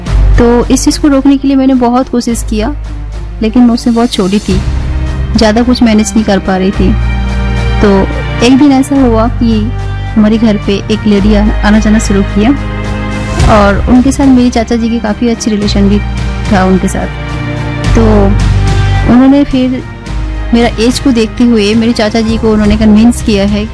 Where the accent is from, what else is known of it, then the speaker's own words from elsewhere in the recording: Kanpur, Uttar Pradesh, India; now in Delhi, India; और मैं कानपुर की रहने वाली हूँ।